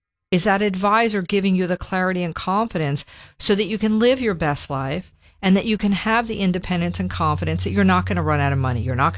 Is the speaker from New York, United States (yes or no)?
yes; New York, United States; growing up in New York